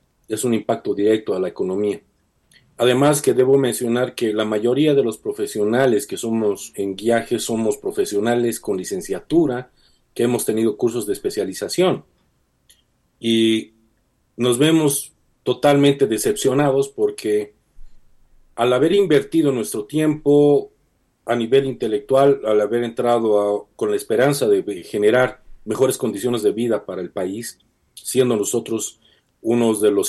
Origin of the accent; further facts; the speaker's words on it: Bolivia; nos estamos saboteando, autosaboteando como bolivianos.